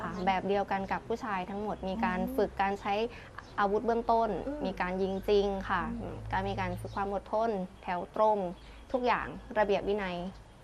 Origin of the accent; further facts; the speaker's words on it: Ubon Ratchathani, Thailand; เป็นคนจังหวัดอุบลราชธานีค่ะ